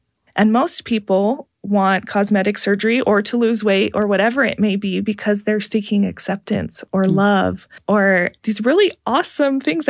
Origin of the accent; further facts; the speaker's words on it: Pacific Northwest, United States; I grew up in the Northwest, and I remember we would come to visit Utah